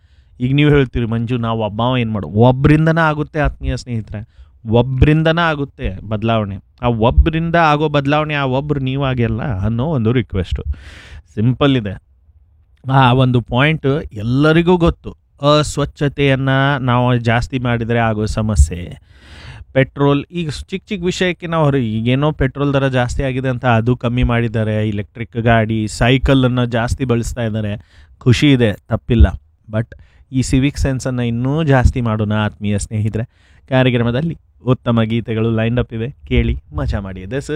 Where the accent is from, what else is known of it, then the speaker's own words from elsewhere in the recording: Belagavi, Karnataka, India; And ನಾನು ಬಾಲ್ಯದಿಂದ ನೋಡ್ತಾ ಬಂದಿದ್ದೇನೆ ನನ್ನ ಪ್ರೀತಿಯ ಬೆಳಗಾವಿ, ಕುಂದಾನಗರಿ ಬೆಳಗಾವಿ ಅಂತಿದ್ವಿ ನಾವು.